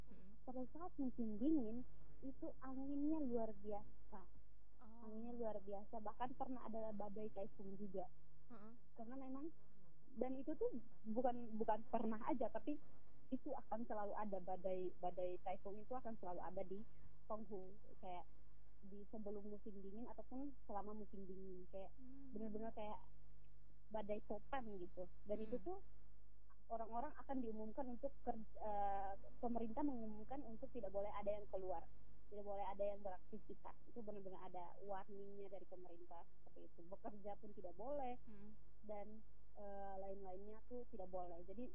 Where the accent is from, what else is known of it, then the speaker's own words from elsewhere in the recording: East Nusa Tenggara, Indonesia; also born or lived in Taiwan; padahal kan kita orang NTT ya